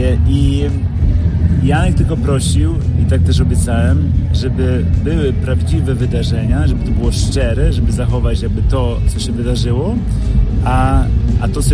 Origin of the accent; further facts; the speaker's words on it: Sweden; Ja wychowałem się, jestem urodzony, wychowany w Szwecji